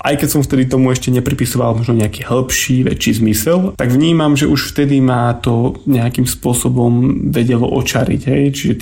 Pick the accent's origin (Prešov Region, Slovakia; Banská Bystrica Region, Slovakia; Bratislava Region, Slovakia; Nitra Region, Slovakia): Prešov Region, Slovakia; Vyšné Ružbachy; v našej obci, tam odkiaľ pochádzam, vo Vyšných Ružbachoch